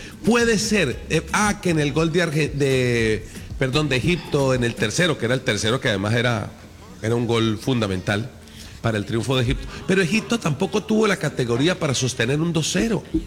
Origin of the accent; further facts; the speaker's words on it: Colombia; nuestra selección colombiana.